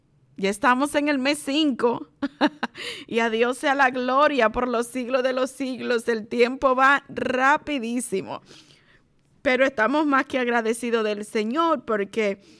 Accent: Dominican Republic

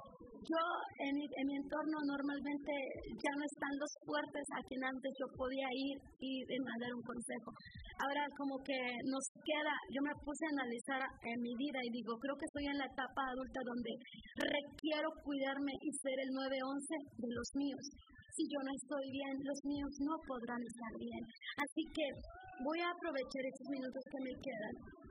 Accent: Mexico; nosotros como mexicanos nos encanta comer picante

